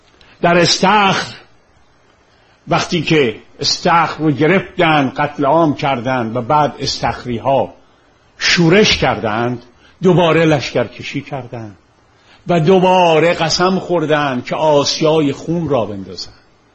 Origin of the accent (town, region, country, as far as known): Iran